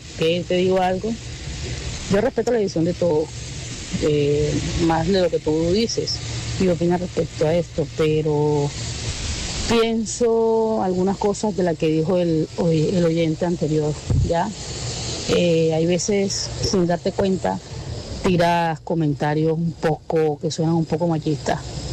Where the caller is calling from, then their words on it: Canada; Buenas noches, tropicana. … de Canadá.